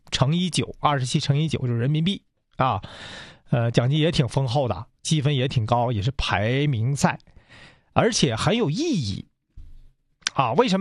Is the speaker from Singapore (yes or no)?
no; China; 变成我们中国人了